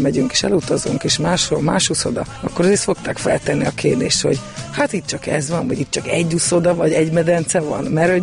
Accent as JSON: {"language": "Hungarian", "town": "Dunaújváros", "region": "Fejér", "country": "Hungary", "moved": "yes", "lives_now": "Szentes, Hungary", "said": "még dunaújvárosiként is"}